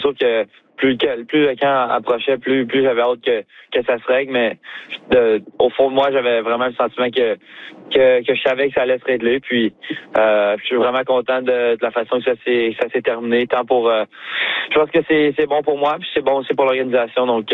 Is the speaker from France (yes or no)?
no; Quebec, Canada; Comme tu as dit, en tant que Québécois, de jouer pour le Canadien, c'est spécial.